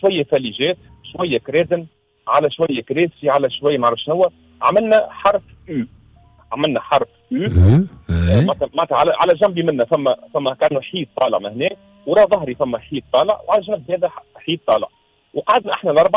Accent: Tunisia; زاد في بيريود وانا صغير مزيت نعيش في تونس

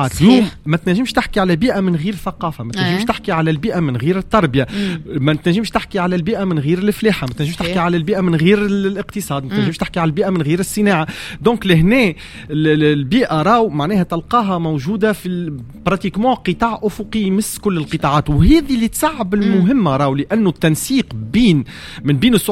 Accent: Tunisia

